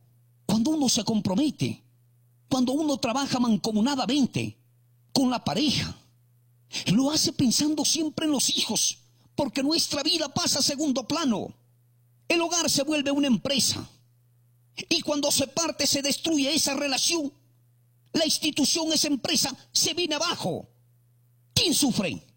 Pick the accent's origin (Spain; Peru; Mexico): Peru